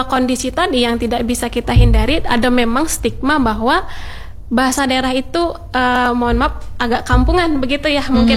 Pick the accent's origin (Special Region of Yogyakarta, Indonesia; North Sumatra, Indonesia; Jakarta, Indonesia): North Sumatra, Indonesia; Dan misalnya saya Batak, ketika kita saya ngobrol bahasa Batak, orang akan tahu oh Batak itu seperti ini, oh ngomongnya agak tinggi nadanya Baba.